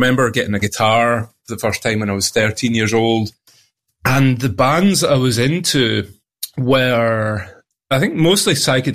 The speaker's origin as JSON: {"language": "English", "town": "Gartocharn", "region": "Scotland", "country": "United Kingdom", "tie": "born or raised there", "said": "the village I was brought up in is called Gartacharn. Gartacharn, it's got that lovely Scottish ch sound, the ch as in loch. It is by the bonny banks of Loch Lomond, a very, very famous body of water here"}